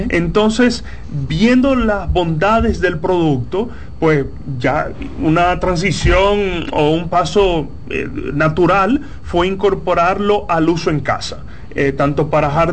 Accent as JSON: {"language": "Spanish", "country": "Dominican Republic", "said": "quizá ya lo notaron un poco en mi acento. Trato de ser diplomático, pero soy dominicano."}